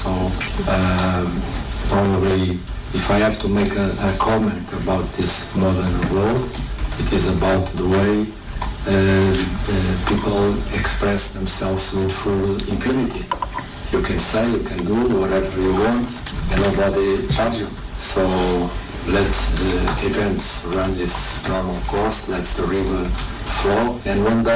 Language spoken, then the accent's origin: English; Ghana; I know the country the way we are, because I'm Ghanaian